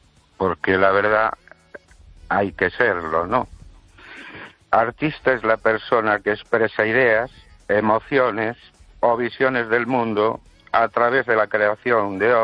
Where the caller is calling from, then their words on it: Ourense, Galicia, Spain; de Orense.